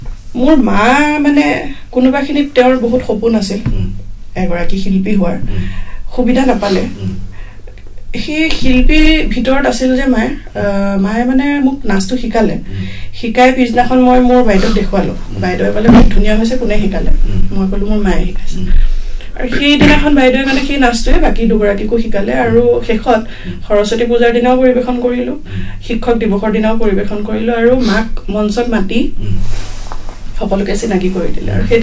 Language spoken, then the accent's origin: Assamese; Guwahati, Assam, India; মোৰ জন্ম গুৱাহাটীতে, মই ইয়াতে পঢ়া শুনা কৰিছোঁ।